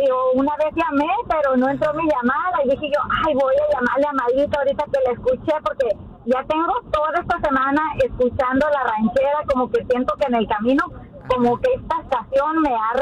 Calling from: Culiacán, Sinaloa, Mexico; Yo soy de Culiacán, Sinaloa.

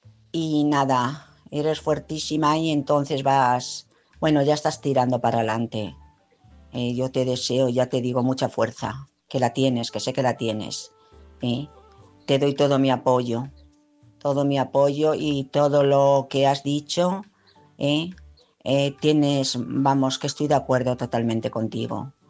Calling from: Madrid, Community of Madrid, Spain; de Madrid.

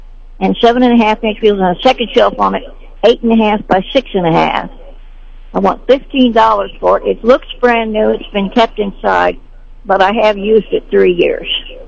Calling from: Sedalia, Missouri, United States; I'm calling from Sedalia

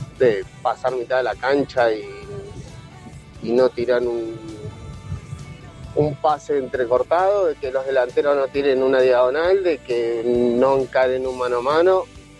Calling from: Mar del Plata, Buenos Aires Province, Argentina; de Mar del Plata.

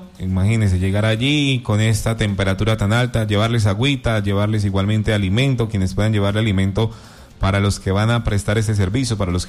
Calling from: Alcalá, Valle del Cauca, Colombia; buenos días, Candela, desde Alcalá Valle, acuérdese del pueblito

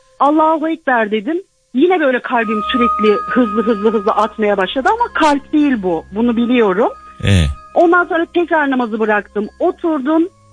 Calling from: İzmir, Turkey; Ben İzmir Karşıyaka'dan arıyorum. Pardon İzmir Bornova'da oturuyorum da Karşıyaka'da mağazam vardı.

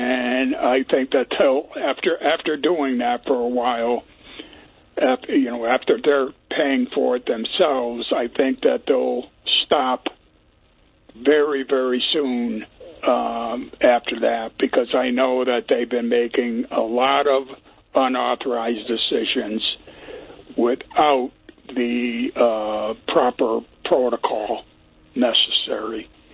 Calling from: Chester, Massachusetts, United States; I'm calling from Chester.

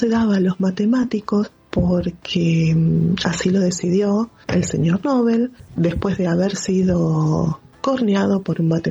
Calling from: Buenos Aires, Argentina; de Floresta.

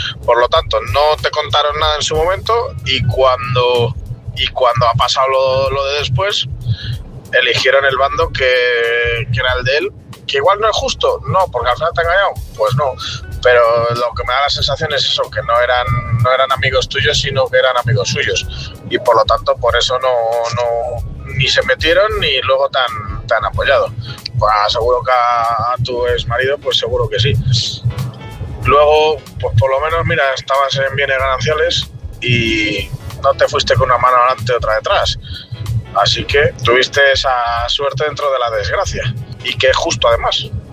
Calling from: Palencia, Castile and León, Spain; corresponsal de Palencia

